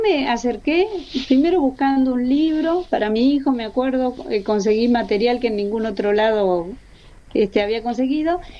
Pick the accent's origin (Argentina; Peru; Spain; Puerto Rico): Argentina; Buenos Aires Province; moved away; also born or lived in Corrientes; yo nací acá, o sea, nací en Cava, pero siempre viví en la zona sur. Después, por distintas circunstancias, desde 1980 al 2000 viví en Corrientes y en el 2000 regresé.